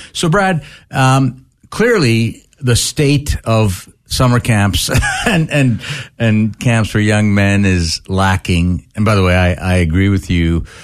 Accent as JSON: {"language": "English", "country": "India", "tie": "born or raised there", "said": "I grew up in India, and I was educated at the Salesian school"}